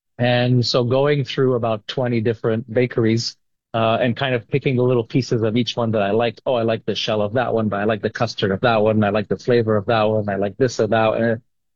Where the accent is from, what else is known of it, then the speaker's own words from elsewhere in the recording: Montreal, Quebec, Canada; moved away; the logo of Montreal, so my hometown